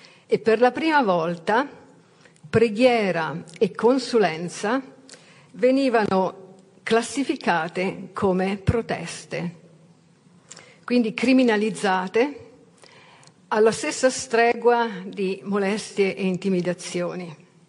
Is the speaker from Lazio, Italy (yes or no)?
yes; Rome, Lazio, Italy; moved away as an adult; now in United Kingdom; Roma è la mia città natale, quindi sono estremamente emozionata e grata di essere qui, onorata di essere qui oggi. Vivo in Gran Bretagna da 35 anni